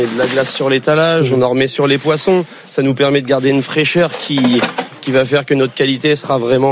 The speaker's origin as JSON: {"language": "French", "town": "Ouistreham", "region": "Normandy", "country": "France", "said": "On vient de Ouistreham en Normandie."}